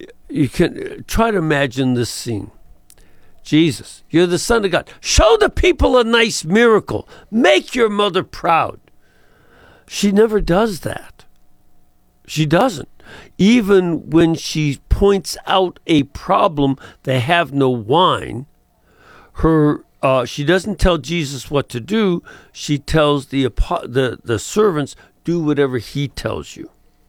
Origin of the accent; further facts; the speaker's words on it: Chicago, Illinois, United States; an image that Archbishop Sheen used to use that fit me as a Chicagoan very nicely.